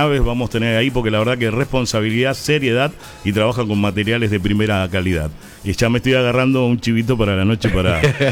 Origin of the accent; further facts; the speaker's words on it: Uruguay; moved away; Soy uruguayo.